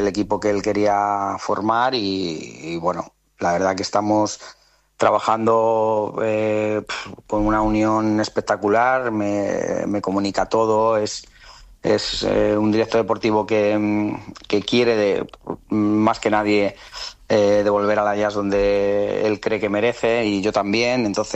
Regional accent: Madrid, Community of Madrid, Spain

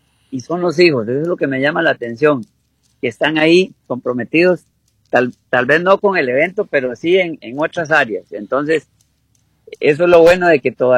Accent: Tilarán, Guanacaste, Costa Rica

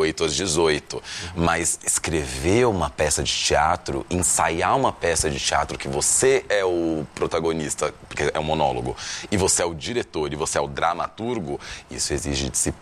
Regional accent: São Paulo, Brazil; eu sou piauilistano, entendeu? Assim que eu brinco na peça. É, então eu não tive uma infância lá, minha infância já é aqui em São Paulo

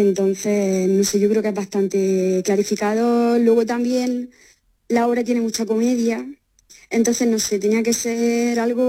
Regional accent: Úbeda, Andalusia, Spain; moved away

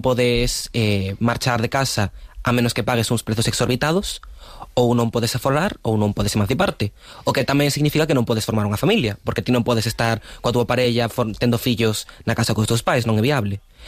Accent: A Coruña, Galicia, Spain; Sí, a ver, eu son coruñés, e, por exemplo, meus pais, a primeira vez que se mudaron, foi a un piso de protección oficial

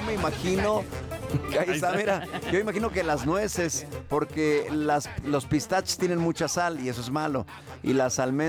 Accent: Mexico

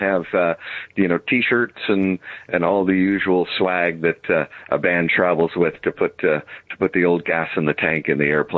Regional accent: Santa Ana, California, United States; born there; I was born in Santa Ana, California, where I'm calling you from.

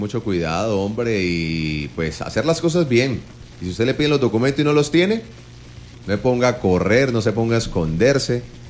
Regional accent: Colombia; nosotros como colombianos

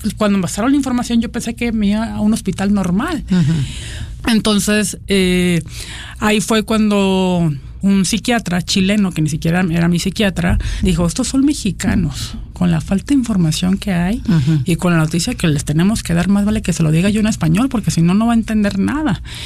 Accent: Mexicali, Baja California, Mexico; Yo soy de Mexicali y yo no sé cómo lo hicieron mis amigas.

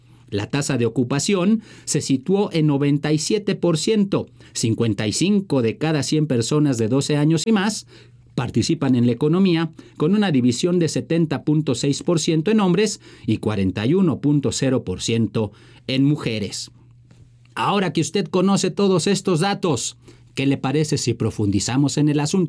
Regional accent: Mexico; Ya vivimos 130.9 millones de personas aquí en nuestro país.

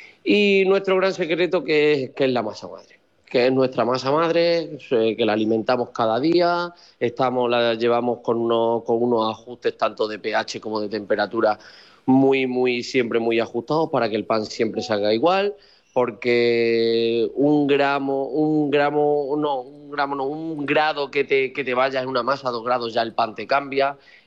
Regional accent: Almadén, Castilla-La Mancha, Spain; yo como ya te he dicho, soy joven, vengo de la tercera generación, pero yo siempre estoy por quedarme en mi pueblo

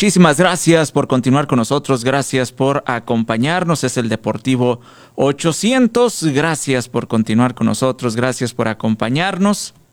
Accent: Cuauhtémoc, Chihuahua, Mexico; now in Ciudad Juárez, Mexico; Me vine de Cuauhtémoc a jugar aquí con las Indias buscando una universidad.

